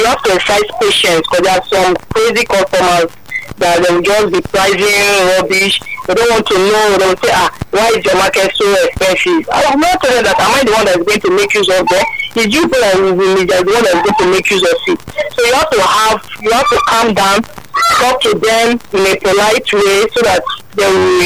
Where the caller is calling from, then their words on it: Agbado, Ogun, Nigeria; I'm calling from Agbado Oja.